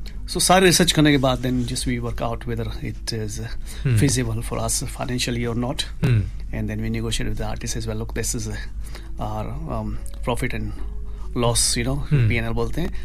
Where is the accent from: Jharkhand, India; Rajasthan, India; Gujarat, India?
Rajasthan, India; Udaipur; हाँ जी, मैं राजस्थान से हूँ, और बहुत ही खूबसूरत शहर है।